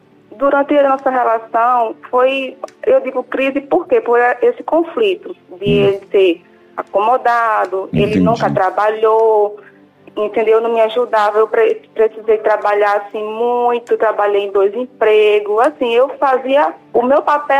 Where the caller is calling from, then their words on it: Pernambuco, Brazil; De algum lugar de Pernambuco.